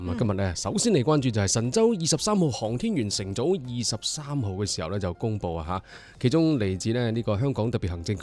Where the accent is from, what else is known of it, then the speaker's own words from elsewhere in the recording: Guangzhou, Guangdong, China; 我作为广州人，同样是大湾区人